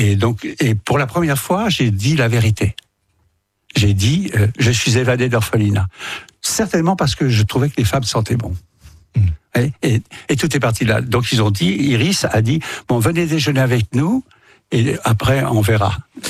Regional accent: Centre-Val de Loire, France; j'ai été élevé en Berry, placé par la DAS.

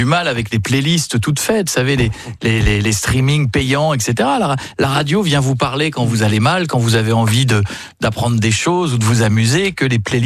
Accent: Hauts-de-France, France; born there; Je suis né dans l'Aisne. Monsieur, oui, donc mon état civil. Je suis né dans l'Aisne.

